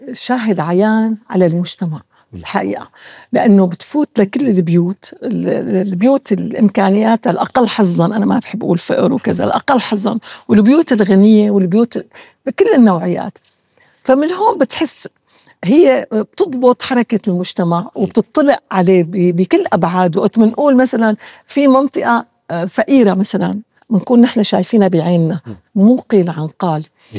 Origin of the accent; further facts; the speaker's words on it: Damascus, Damascus Governorate, Syria; الشام غالية علينا نحن، فأنا احنا الأصليين أهل